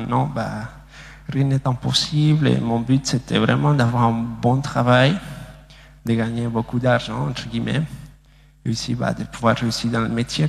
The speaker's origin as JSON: {"language": "French", "country": "Bolivia", "moved": "yes", "said": "j'ai 25 ans et je suis bolivien. Je viens de la Bolivie, en fait, je se trouve en Amérique du Sud. Et voilà. Et du coup, en fait, moi je suis diplômé en réalisation cinématographique à Paris."}